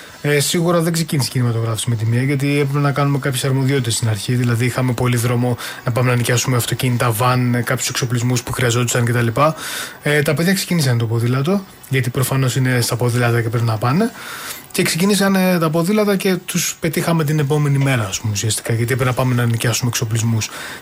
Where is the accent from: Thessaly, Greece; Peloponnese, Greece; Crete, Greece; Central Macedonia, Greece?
Peloponnese, Greece; Είμαστε όλοι Πελοποννήσιοι, όπως είπαμε. Τέσσερις είμαστε από τη Σπάρτη και ένας είναι από το Άργος.